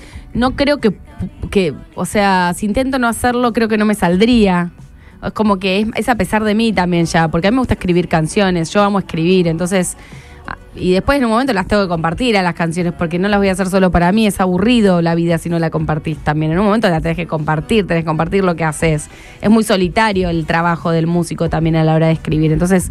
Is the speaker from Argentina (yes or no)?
yes; Argentina; born or raised there; moved away as an adult; now in Buenos Aires, Argentina